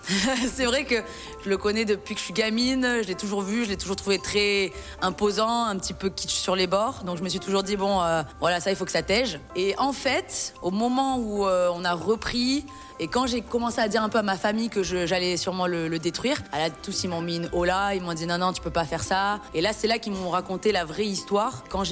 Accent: Vietnam; Nous, avec ma soeur, on est vietnamienne

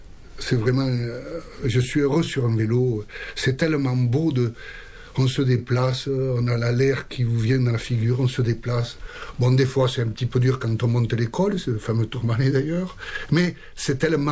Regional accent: France; born there; ces 28 villages, ces Baronnies, c'est ma jeunesse. J'ai fait beaucoup de choses quand j'étais jeune dans les Baronnies, dans les balles, là j'y allais en mobylette.

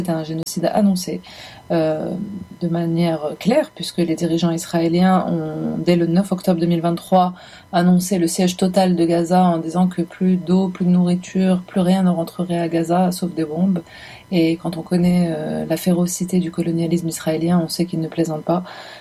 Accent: Algeria; j'ai grandi en Algérie. Je suis née et j'ai grandi en Algérie, dans l'Algérie postcoloniale.

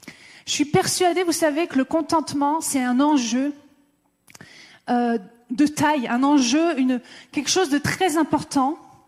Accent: France

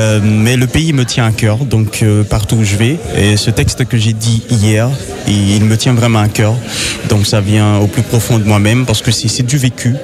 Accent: Haiti; Je viens d'Haïti, c'est à environ 7000 km de Valence-sur-Baïse

